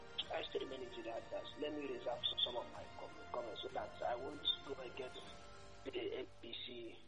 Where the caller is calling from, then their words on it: Aba, Abia, Nigeria; I'm calling from Aba.